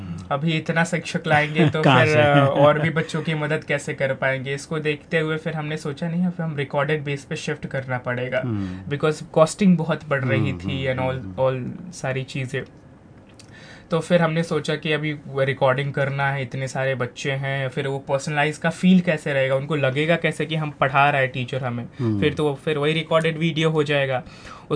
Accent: Gorakhpur, Uttar Pradesh, India; मेरा गांव यूपी में गोरखपुर में है, तो प्रॉपर गांव है, वहाँ पे तो मुश्किल से इंटरनेट भी आता है.

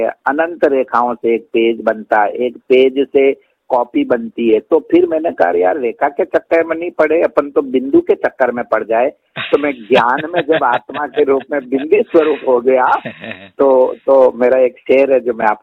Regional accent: Hamirgarh, Rajasthan, India; born or raised there

